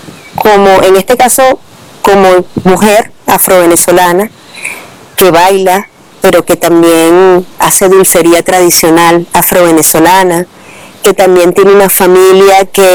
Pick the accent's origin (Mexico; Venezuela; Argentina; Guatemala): Venezuela; Caracas, Capital District